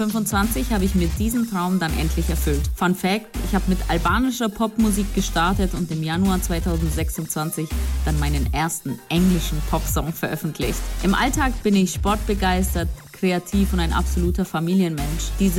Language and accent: German; Fürth, Bavaria, Germany; ich komme aus Fürth und schon seitdem ich denken kann, wollte ich Musik machen.